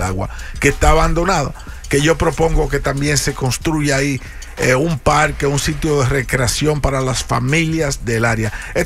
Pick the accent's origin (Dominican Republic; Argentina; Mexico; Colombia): Dominican Republic; now in United States; sí soy dominicano